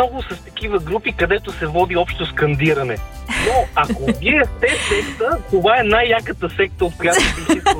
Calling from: Sofia, Sofia City, Bulgaria; и съм доставчик от София

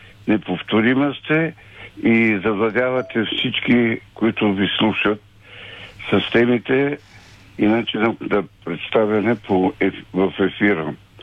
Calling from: Teteven, Lovech Province, Bulgaria; от Тетрен.

